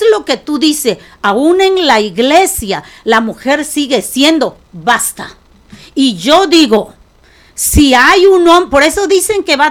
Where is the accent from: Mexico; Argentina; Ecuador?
Mexico; Porque ya me hierve la sangre como mexicana.